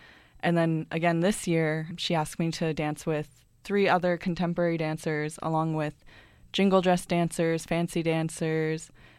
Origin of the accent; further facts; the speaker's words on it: Ontario, Canada; I'm from Munsi, which is in southwestern Ontario, and I'm part of the Loon Clan, and my home is my mom and my grandma because they're the ones that raised me. I was speaking in Ojibwe, and the last part was Lenape